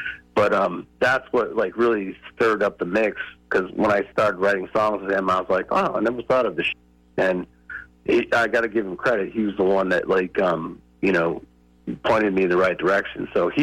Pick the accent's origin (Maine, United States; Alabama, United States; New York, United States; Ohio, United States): Maine, United States; I was like, I'm just from Maine. I'm here. I'm a singer.